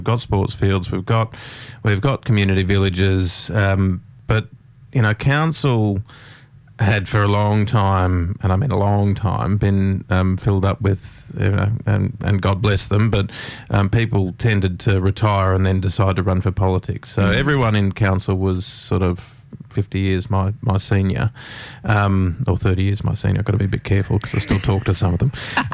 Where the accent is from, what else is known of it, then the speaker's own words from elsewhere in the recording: Hunters Hill, New South Wales, Australia; also born or lived in Queensland; when I came back from Queensland, I sort of, all my mates had gone from Hunters Hill, they'd all left.